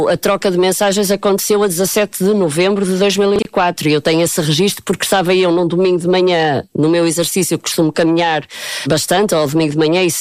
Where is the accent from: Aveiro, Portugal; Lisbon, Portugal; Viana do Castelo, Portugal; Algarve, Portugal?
Aveiro, Portugal; São João da Madeira; Não, eu sou de São João da Madeira, portanto, aos 18 anos a minha vida foi em São João da Madeira e depois é que fui para o Porto para a faculdade.